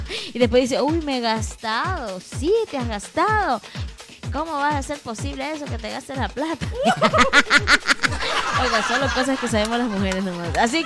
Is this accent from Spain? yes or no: no; Ecuador; los ecuatorianos tenemos unas costumbres que nunca fallan